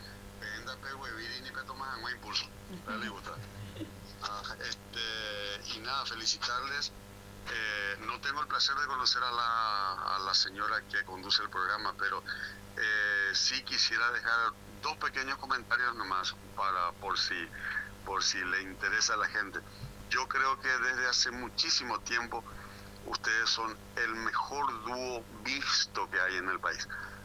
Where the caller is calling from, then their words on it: Asunción, Paraguay; la zona de Asunción, estoy en Asunción.